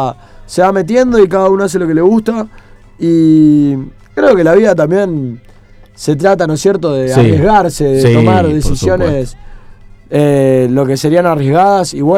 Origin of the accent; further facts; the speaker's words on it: Misiones, Argentina; Yo soy de Misiones, no tiro ni para los azules y blancos ni para los celestes.